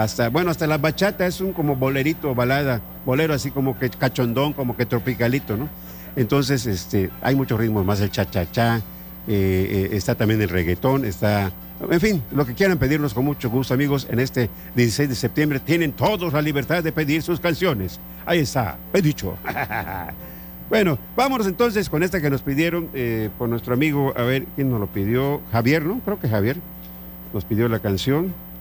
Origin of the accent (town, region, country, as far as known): Mexico